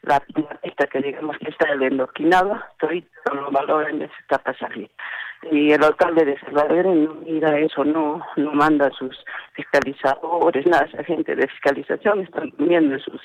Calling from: Arequipa, Peru; Soy una usuaria del Valle Chiclina.

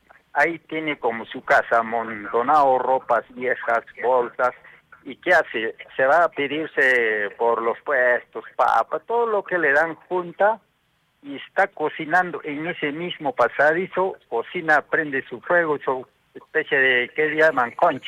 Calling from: Arequipa, Peru; Yo soy poblador de Cono Norte, margen derecho de Cerro Colorado.

